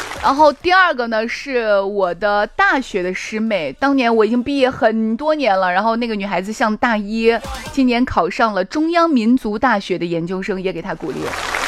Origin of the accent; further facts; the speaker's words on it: Xi'an, Shaanxi, China; 最近这几天咱们西安人都要珍惜这种天气